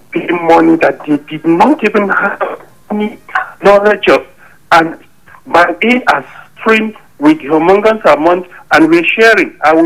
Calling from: Nigeria; because as a Nigerian, I don't have the right to have power.

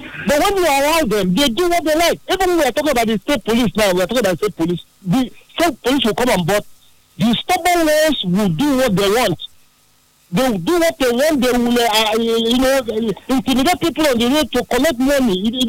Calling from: Port Harcourt, Rivers, Nigeria; I'm calling from Port Harcourt.

